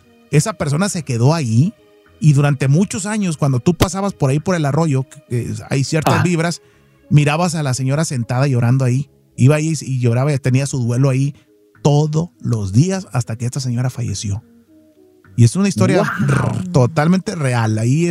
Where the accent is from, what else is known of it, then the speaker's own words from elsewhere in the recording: Estación Capomas, Nayarit, Mexico; Ahí donde soy yo, en Estación Capomas